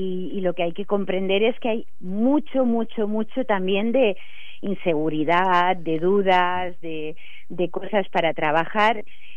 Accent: Mallorca, Balearic Islands, Spain; also born or lived in Barcelona; now in Mallorca, Spain; yo soy mallorquina, pero he vivido 28 años en Barcelona, y justo lo encontré cuando había regresado a Mallorca.

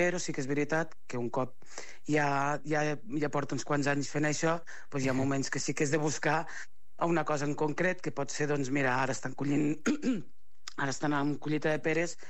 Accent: Catalonia, Spain; jo volia conèixer la meva comarca, que era les Garrigues

